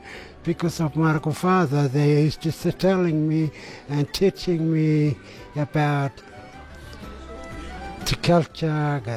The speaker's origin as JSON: {"language": "English", "region": "Northern Territory", "country": "Australia", "said": "I'm from the Ilfra homeland, from the Blumet Bay."}